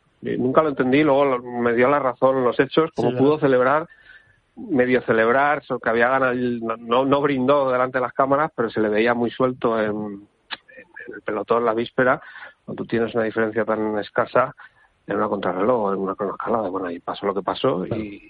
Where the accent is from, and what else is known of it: Castile and León, Spain